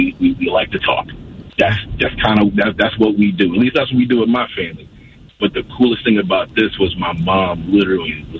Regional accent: Albany, New York, United States; also born or lived in Brooklyn / Queens; Growing up in Albany, mm-hmm. man, going to Cross Gates Mall, going to the movies. And even before then, when I was born in Brooklyn, we spent time in Queens until I was 8.

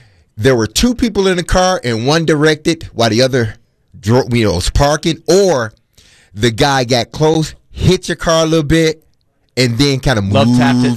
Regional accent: Michigan, United States; moved away; I'm from Michigan.

